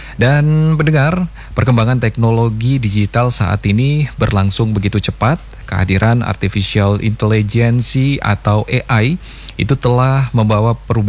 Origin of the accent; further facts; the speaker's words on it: Duri, Riau, Indonesia; born there; Kota kelahiran saya juga itu.